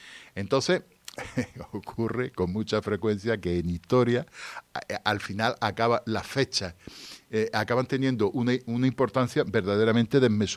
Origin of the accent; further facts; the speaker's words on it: Spain; yo sea un divulgador español